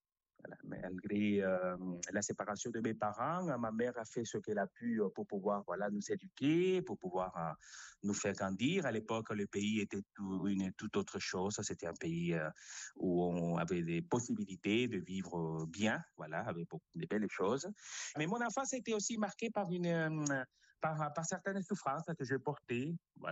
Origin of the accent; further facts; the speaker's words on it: Venezuela; moved away; J'ai quitté le Venezuela il y a plus de 20 ans.